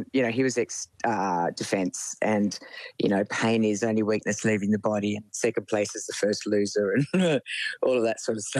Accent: Cremorne, New South Wales, Australia; Yeah, I grew up in Cremorne, which is, I mean, I break out in hives when I go back there now.

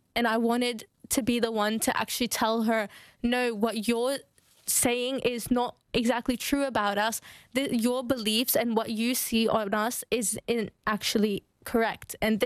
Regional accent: Australia; So if I don't follow this kind of Australian culture, would that mean I'm less Australian than anyone who does?

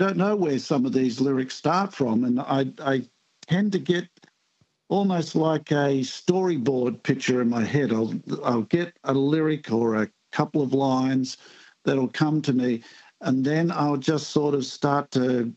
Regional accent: Australia; also born or lived in Rockhampton; And I spent the next 6.5 years growing up in caravans and travelling around Australia.

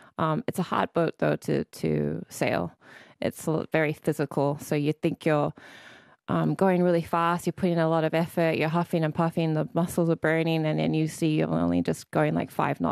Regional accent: Samoa; So I grew up sailing in Samoa.

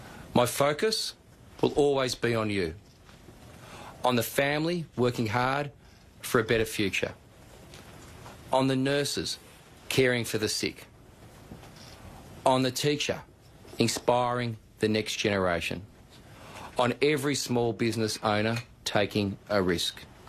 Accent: Airport West, Victoria, Australia; Kmart down the road from where I lived, where I grew up in Airport West.

